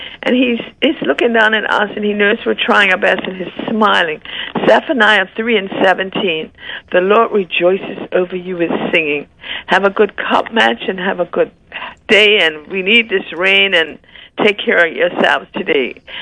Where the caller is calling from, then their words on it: St. George's, Bermuda; I am St. George's all the way since a little girl, because my uncle lived in St. George's. That's the only reason that I know I'm from St. George's.